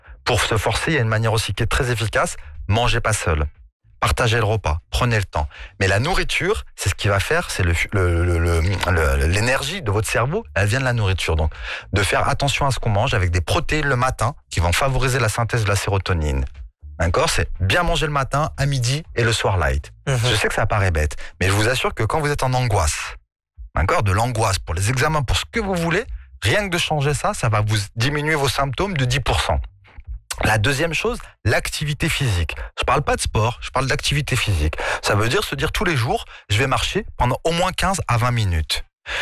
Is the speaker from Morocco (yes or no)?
yes; Morocco; Vous allez vous dire que je suis suisse, mais non, je suis marocain, un maghrébi